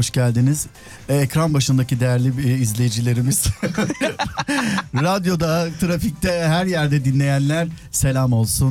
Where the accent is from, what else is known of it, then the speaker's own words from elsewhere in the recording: Istanbul, Turkey; Benim en zor zamanlarımda beni sarıp sarmalayan yine Kuştepe oldu.